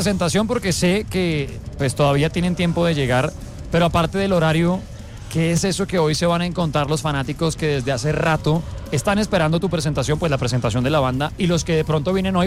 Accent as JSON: {"language": "Spanish", "region": "Bogotá", "country": "Colombia", "said": "desde el Parque Simón Bolívar en la ciudad de Bogotá"}